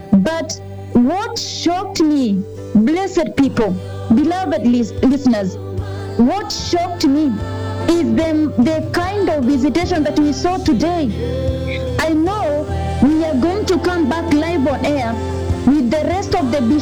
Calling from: Gaborone, South-East District, Botswana; I'm calling live from Gaborone, the city of the mega visitation of the Lord.

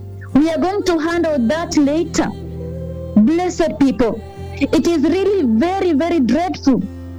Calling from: Gaborone, South-East District, Botswana; I'm calling live from Gaborone, the city of the mega visitation of the Lord.

